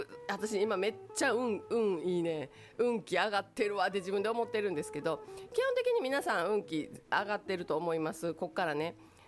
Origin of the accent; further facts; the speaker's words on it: Takatsuki, Osaka, Japan; 私高槻出身でしてね、